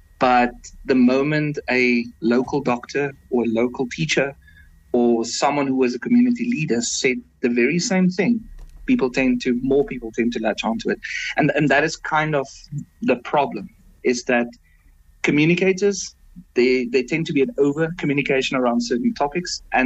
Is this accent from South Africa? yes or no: yes; South Africa; As a South African